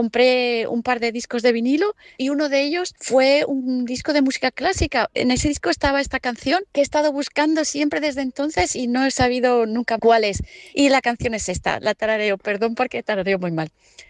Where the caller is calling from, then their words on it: Vigo, Galicia, Spain; de Vigo y tengo un misterio vital.